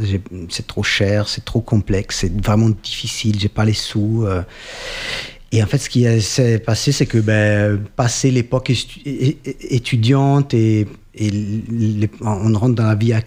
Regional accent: Italy; now in Hérault, France; Je suis italien, j'habite dans l'Hérault depuis 2009

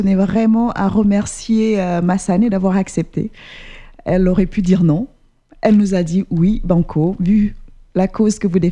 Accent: Ziguinchor, Senegal; moved away as an adult; now in France; C'est une ville importante, c'est la capitale du sud du Sénégal, donc de la Casamance. Et Ziguinchor, bah, j'y suis née, j'ai grandi à Ziguinchor, j'ai fait mes études à Ziguinchor.

